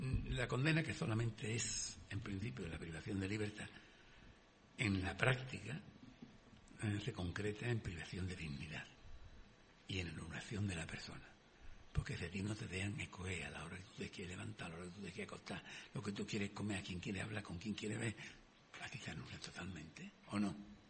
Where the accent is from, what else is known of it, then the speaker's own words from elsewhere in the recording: Jerez de la Frontera, Andalusia, Spain; Yo soy de Jerez